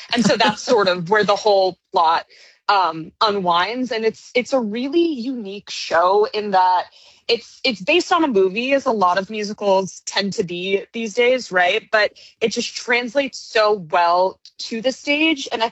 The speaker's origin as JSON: {"language": "English", "town": "New York City", "region": "New York", "country": "United States", "tie": "born or raised there", "said": "I am born and raised in New York City. So I got the privilege of growing up around a lot of Broadway."}